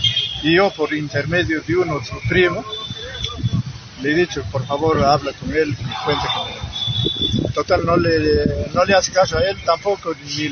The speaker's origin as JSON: {"language": "Spanish", "region": "Huánuco", "country": "Peru", "said": "Yo soy de Ovas"}